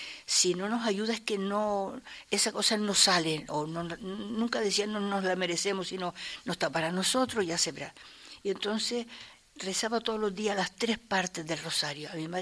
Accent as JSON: {"language": "Spanish", "town": "Ingenio", "region": "Canary Islands", "country": "Spain", "said": "Nosotros vivíamos en el Ingenio, los cuales nosotros somos del Ingenio, que queremos mucho a mi pueblo y a nuestro pueblo"}